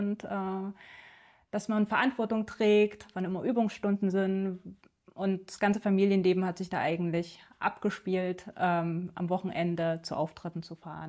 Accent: Central Germany, Germany; also born or lived in Stuttgart; Aber irgendwie ist Mitteldeutschland meine Heimat. Also ich bin nicht ganz angekommen und es hat mich immer wieder irgendwie in den Osten gezogen.

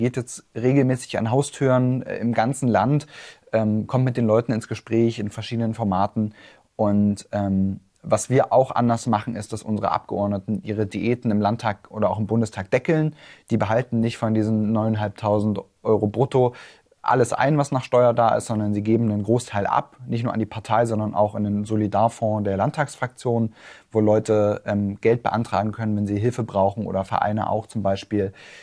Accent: Saxony-Anhalt, Germany; ich bin im Dorf aufgewachsen, was nach wie vor von der Braunkohle bedroht ist, was immer noch als Bedarfsfläche für den Abbau vorgesehen ist.

